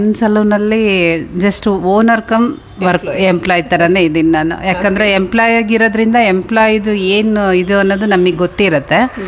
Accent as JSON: {"language": "Kannada", "town": "Bhadravati", "region": "Karnataka", "country": "India", "tie": "born or raised there", "moved": "as an adult", "lives_now": "Shivamogga, India", "said": "ನಾವು ಹುಟ್ಟಿದ್ದು ಭದ್ರಾವತಿ ನಿರ್ಮಲ ನರಸಿಂಹಮ್ಮಲ್ಲಿ. So education ಎಲ್ಲ ಅಲ್ಲೇ ಆಗಿದ್ದು, ಮ್ಯಾರೇಜ್ ಆಗಿದ್ದು ಶಿವಮೊಗ್ಗ."}